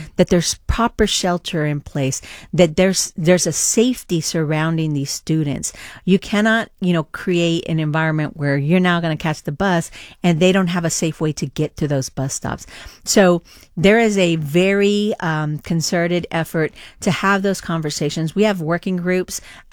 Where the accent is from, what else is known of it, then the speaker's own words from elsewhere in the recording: Dallas, Texas, United States; Amy, I am originally from Dallas, Texas, where I rode the bus to from middle school all the way to high school.